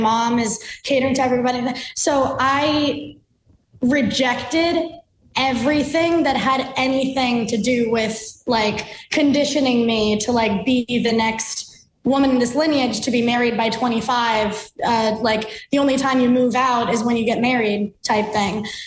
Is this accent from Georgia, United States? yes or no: no; Queens, New York, United States; born there; And also something else about like my parents are from Bangladesh. Like I was born in Queens